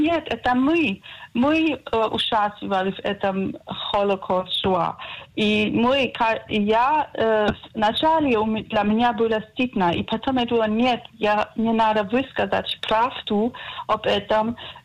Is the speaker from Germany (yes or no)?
yes; East Germany, Germany; Russian is a second language; now in Caesarea, Israel